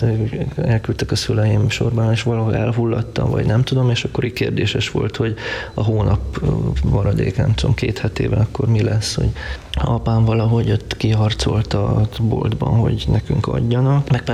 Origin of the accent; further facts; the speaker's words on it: Romania; Végülis egy kellemes környezetben nőttem fel, mindig ott volt a humor.